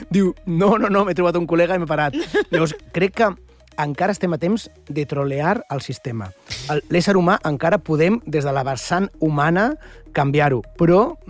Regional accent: Catalonia, Spain; els catalans sí tenim sentit de l'humor

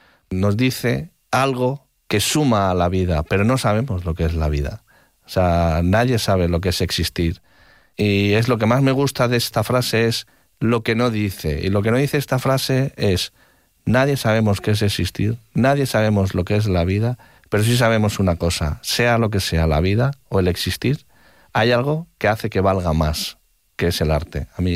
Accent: Madrid, Community of Madrid, Spain; la Plaza de los Cubos para mí es un referente como madrileño desde mi infancia.

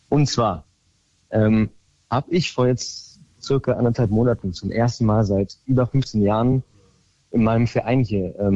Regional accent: Giessen, Hesse, Germany; born there; Ich komme hier aus Gießen

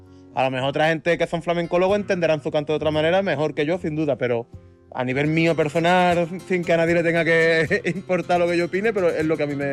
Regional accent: Jerez de la Frontera, Andalusia, Spain; moved away as an adult; now in Madrid, Spain; yo llevo 11 años viviendo en Madrid, soy de Jerez

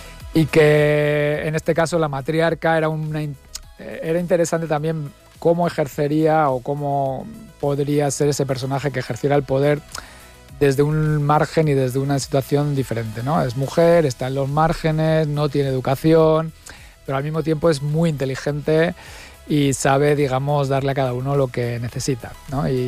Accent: Navarre, Spain; Soy navarro, claro, claro.

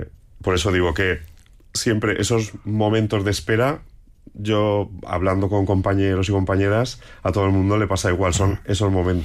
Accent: Balearic Islands, Spain; moved away as an adult; now in Madrid, Spain; media vida fuera de casa, eso ya sí. O sea, porque yo me fui de Mallorca, pues hará unos 25 años, sí, más o menos. Sí, o alguno más. Y, o sea, ya llevo más tiempo fuera que en casa.

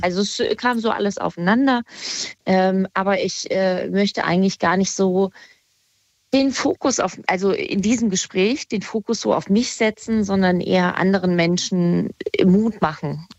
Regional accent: Kassel, Hesse, Germany; ich komme ja ursprünglich aus Kassel, aber bin dann ein bisschen weiter weggegangen.

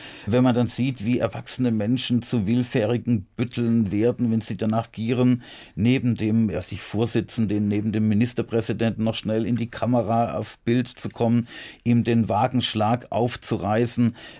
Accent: Heilbronn, Baden-Württemberg, Germany; Ich bin schon 1988 erstmals in meiner Heimatstadt Heilbronn als unabhängiger Kandidat zur Landtagswahl angetreten.

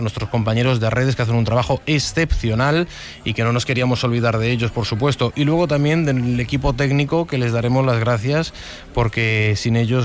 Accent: Galicia, Spain; Yo soy gallego.

